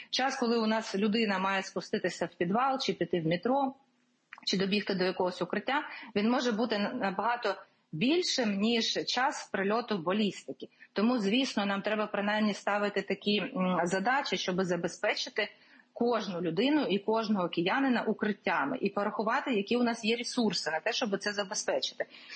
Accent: Kyiv, Ukraine; я як архітектор, як киянка, як українка, я просто чую просто про перекладання відповідальності

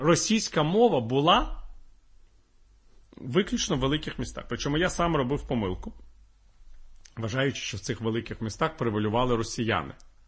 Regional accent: Kyiv, Ukraine; моя бабуся з боку батька вже була першою генерацією людей, мої корінні кияни, яка говорила російською мовою, її батьки ще розмовляли, прадід мій, прабабка, розмовляли ще на їдиш.

